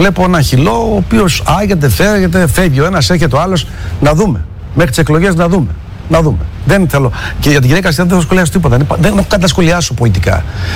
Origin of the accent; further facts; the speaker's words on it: Macedonia, Greece; Ξέρετε, δεν έχω να πω τίποτα για τον άνθρωπο, αλλά ως Μακεδόνας, από τη στιγμή που πρόδωσε τη Μακεδονία.